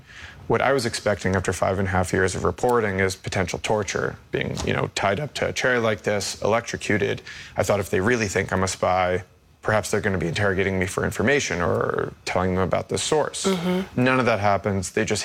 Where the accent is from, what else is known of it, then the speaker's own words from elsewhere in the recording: United States; And I'm an American journalist.